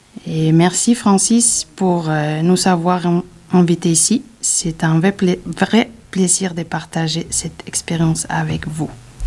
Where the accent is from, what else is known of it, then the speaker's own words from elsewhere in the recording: Spain; French is a second language; moved away as an adult; je suis née et j'ai grandi en Espagne d'une mère espagnole et d'un père péruvien.